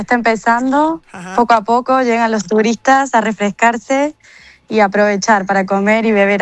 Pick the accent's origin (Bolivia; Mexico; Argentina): Argentina; now in Spain; Sí, yo soy de Argentina.